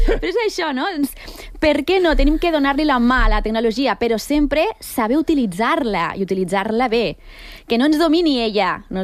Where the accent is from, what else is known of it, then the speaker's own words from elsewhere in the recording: Alpicat, Catalonia, Spain; accent: Lleida; first language Catalan; sóc de Lleida, bueno, concretament d'Alpicat. Així que el que faig és fusionar el català, que és la meva llengua d'arrel, perquè sóc catalana, amb l'anglès